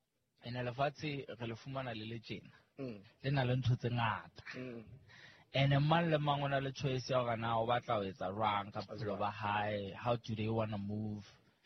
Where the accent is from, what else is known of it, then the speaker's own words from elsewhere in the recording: Mpumalanga, South Africa; Dr. Tuda is from my hometown in Mpumalanga.